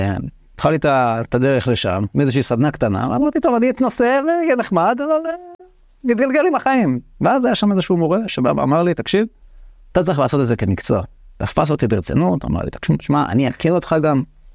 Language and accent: Hebrew; Hadera, Haifa District, Israel; גדלתי בחדרה.